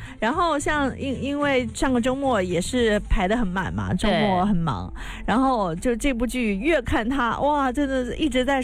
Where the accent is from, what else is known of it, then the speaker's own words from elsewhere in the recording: Jiangxi, China; 我说我也是江西人，